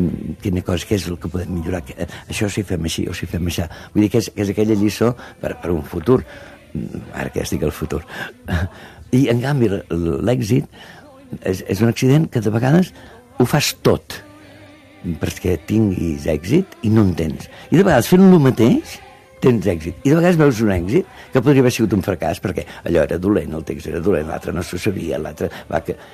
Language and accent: Catalan; Catalonia, Spain; Potser sí que soc català